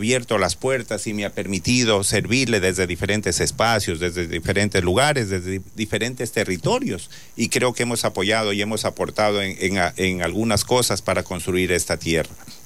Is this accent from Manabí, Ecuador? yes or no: no; Loja, Ecuador; born there; now in Lago Agrio, Ecuador; Yo nací en Lago Agrio, yo nací en Loja, pero estoy aquí en Lago Agrio desde hace 35 años. Y me acuerdo que vine un 8 de diciembre.